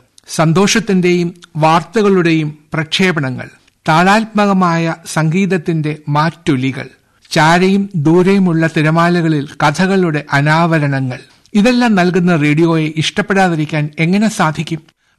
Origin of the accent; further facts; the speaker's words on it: Thiruvananthapuram, Kerala, India; എന്റെ ബാല്യകാലത്ത് ശാസ്തമംഗലത്ത് ശ്രീരംഗം ലെയ്നിലുള്ള ഞങ്ങളുടെ വീട്ടിലെ